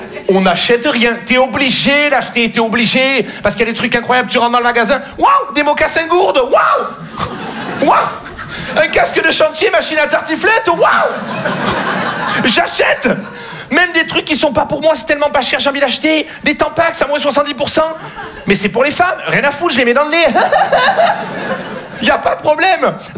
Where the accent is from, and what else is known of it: Marseille, Provence-Alpes-Côte d'Azur, France